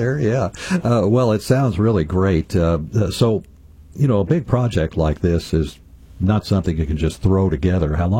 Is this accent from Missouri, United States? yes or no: yes; Farmington, Missouri, United States; I'm from Farmington. I'm still here.